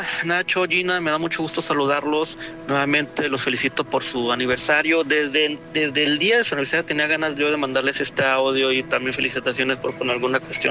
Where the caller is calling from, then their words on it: Tijuana, Baja California, Mexico; aquí está su servidor … desde la ciudad de Tijuana